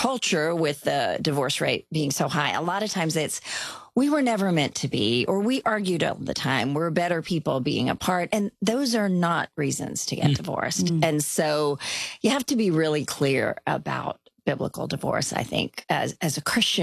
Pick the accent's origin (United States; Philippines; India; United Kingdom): India; born there; I was born in India. And when I was 3 months old, I contracted polio.